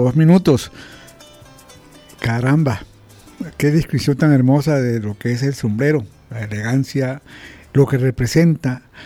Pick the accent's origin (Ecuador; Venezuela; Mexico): Venezuela; Los Llanos; para uno como llanero